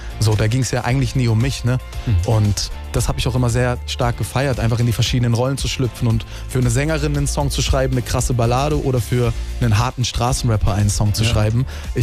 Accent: Oberkirch, Baden-Württemberg, Germany; ich bin in Oberkirch geboren und groß geworden

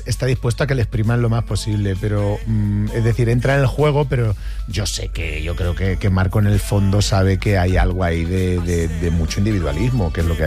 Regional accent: Getafe, Community of Madrid, Spain; Yo vengo de Getafe.

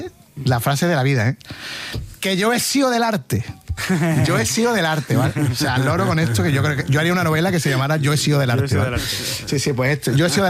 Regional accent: Jerez de la Frontera, Andalusia, Spain; Y dice, ¿tú de dónde eres, niño? Y digo, yo soy de Jerez.

